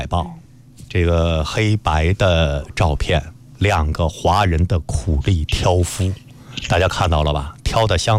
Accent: northern China, China; 我们作为北方人啊

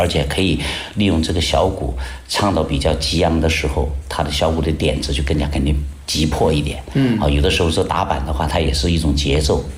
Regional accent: Jiangxi, China; 对，我们江西这边都是属于采茶戏。我们的吉安采茶戏，赣南就是赣南采茶戏。

